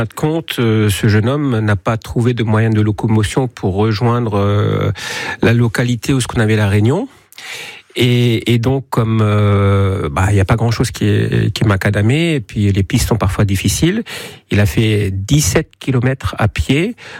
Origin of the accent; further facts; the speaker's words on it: France; chez nous en France